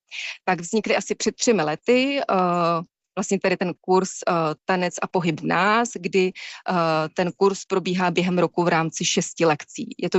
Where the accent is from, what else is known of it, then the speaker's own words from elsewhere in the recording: Žďár nad Sázavou, Vysočina Region, Czechia; now in Prague, Czechia; žiji v Praze, ale zároveň jsem rodačka ze Žďáru nad Sázavou